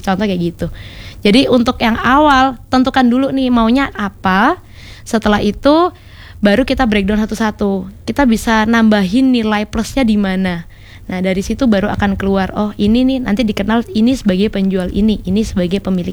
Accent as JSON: {"language": "Indonesian", "town": "Surabaya", "region": "East Java", "country": "Indonesia", "said": "Jadi saya tetap di identitas saya dari Surabaya, saya bawa tuh Lapis Surabayanya."}